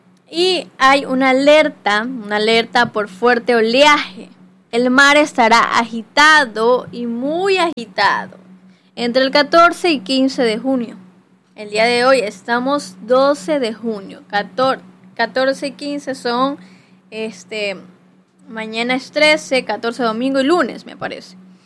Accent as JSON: {"language": "Spanish", "country": "Ecuador"}